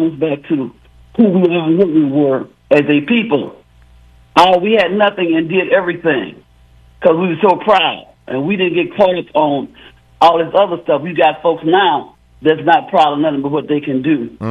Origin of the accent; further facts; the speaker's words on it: Montgomery, Alabama, United States; Well, you know, I grew up in the civil rights movement. I'm from Montgomery.